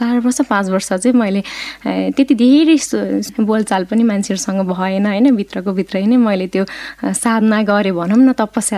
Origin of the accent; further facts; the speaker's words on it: Gandaki Province, Nepal; born there; त्यहाँ मेरो माटो छ, म जन्मेको होइन बासना छ, किन मेरो पुर्खौँदेखि नै त्यहीँ हुनुहुन्छ